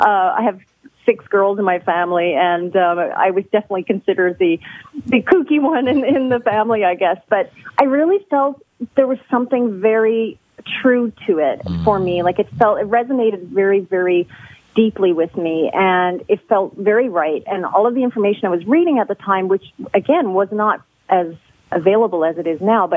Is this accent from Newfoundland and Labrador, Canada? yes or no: yes; Newfoundland and Labrador, Canada; I also grew up in a very small town in Canada. I grew up in Newfoundland, and there just was not much available there.